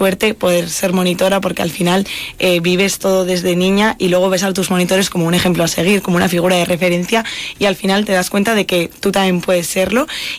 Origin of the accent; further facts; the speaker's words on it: Navarre, Spain; venimos desde Navarra, de diferentes partes